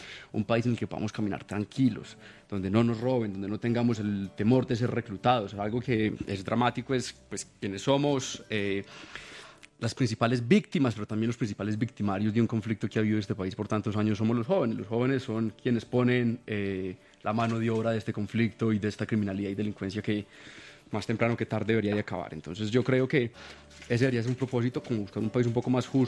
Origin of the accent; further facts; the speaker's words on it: Medellín, Antioquia, Colombia; born there; nací en Medellín, en un hogar, clase media, donde mis papás tuvieron la oportunidad de ser los primeros de su familia en ir a la educación pública.